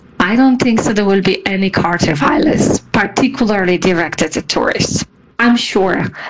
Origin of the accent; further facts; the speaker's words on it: Poland; English is a second language; now in Guadalajara, Mexico; I'm from Poland originally, but I've been living in Guadalajara for the past 20 years.